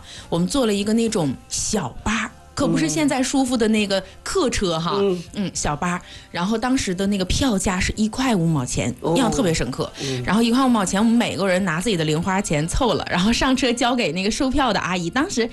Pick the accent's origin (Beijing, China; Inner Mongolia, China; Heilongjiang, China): Inner Mongolia, China; Zhalainuoer District; 要准确的说，真是扎区长大。